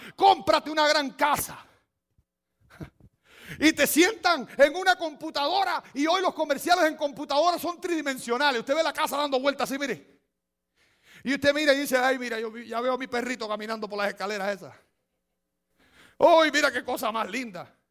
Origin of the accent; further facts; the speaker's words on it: Cuba; moved away as an adult; Yo recuerdo una vez cuando yo llegué, acabo de llegar de Cuba, imagínense usted, yo era todavía, me estaba sacudiendo la sal de los pies.